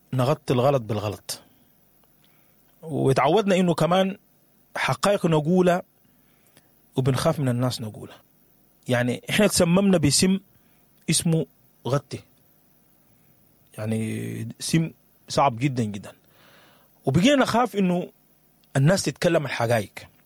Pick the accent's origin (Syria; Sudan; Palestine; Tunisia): Sudan